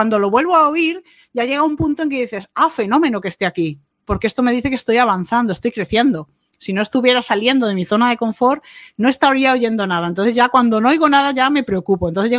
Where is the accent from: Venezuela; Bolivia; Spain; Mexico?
Spain; Málaga, Andalusia; also born or lived in Bilbao; Pero es que luego yo vivo en Málaga y yo me he criado aquí, pero yo vengo de Bilbao.